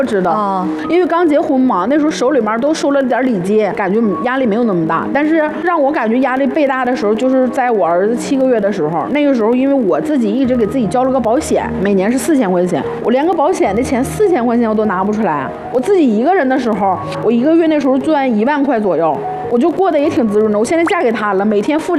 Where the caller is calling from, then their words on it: Jilin, China; 我们是吉林的嘛